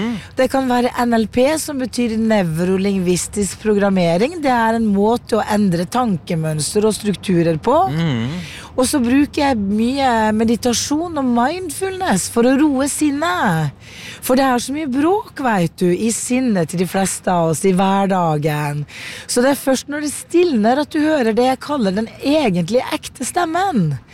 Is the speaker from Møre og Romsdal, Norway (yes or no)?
no; Hattfjelldal, Nordland, Norway; Altså, jeg er jo fra Nord-Norge opprinnelig, selv om dialekten er litt utvannet.